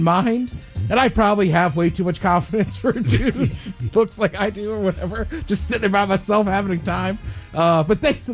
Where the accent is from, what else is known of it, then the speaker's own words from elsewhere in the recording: United States; as an American